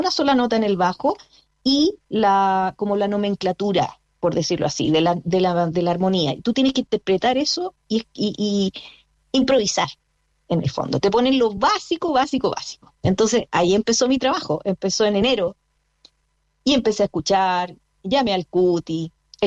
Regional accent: San Rosendo, Biobío, Chile; Y creo que yo vengo de San Rosendo.

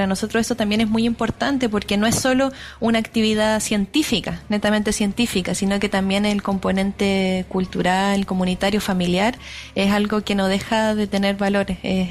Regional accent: Santiago, Santiago Metropolitan Region, Chile; born there; now in Panguipulli area, Chile

